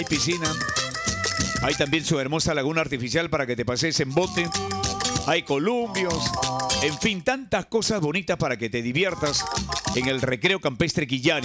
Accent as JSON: {"language": "Spanish", "country": "Peru", "said": "Como buenos peruanos que somos."}